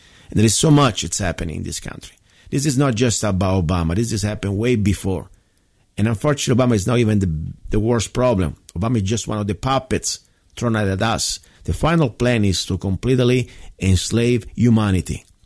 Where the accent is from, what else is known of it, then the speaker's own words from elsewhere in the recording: United States; not just the American, because I'm an American first, but also humans from around the world.